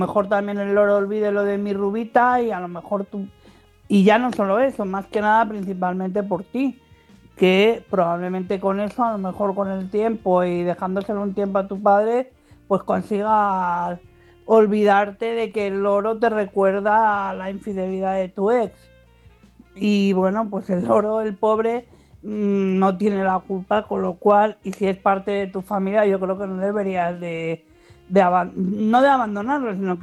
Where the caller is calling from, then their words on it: Madrid, Community of Madrid, Spain; de Madrid.